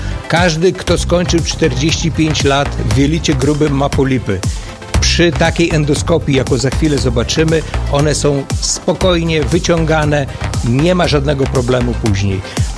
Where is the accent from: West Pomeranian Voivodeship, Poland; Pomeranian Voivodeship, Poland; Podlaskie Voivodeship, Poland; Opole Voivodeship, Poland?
Podlaskie Voivodeship, Poland; Łomża; ja pochodzę z Łomży